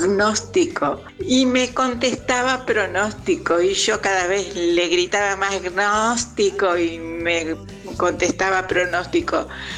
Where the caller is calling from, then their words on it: Paraná, Entre Ríos, Argentina; de Paraná, Entre Ríos. A punto de cumplir 78 años, ahora el 5 de noviembre.